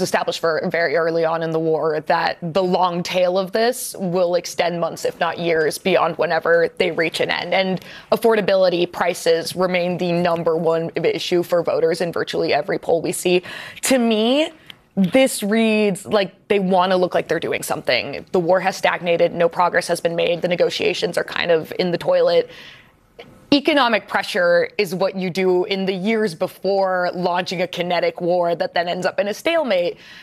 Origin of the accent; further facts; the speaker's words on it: Mexico; moved away; I'm originally from Mexico. Like, I grew up in Latin America.